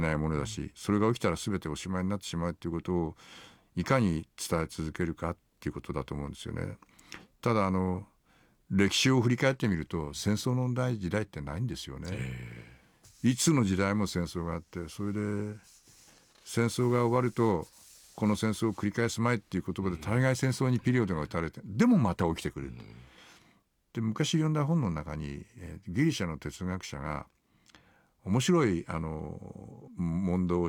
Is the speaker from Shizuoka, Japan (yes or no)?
no; Aizuwakamatsu, Fukushima, Japan; 私が福島県の会津若松で生まれ育ちで、